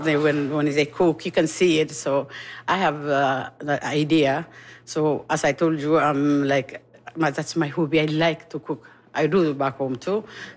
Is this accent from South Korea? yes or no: no; Ethiopia; now in London, Canada; I came from Ethiopia. I'm Ethiopian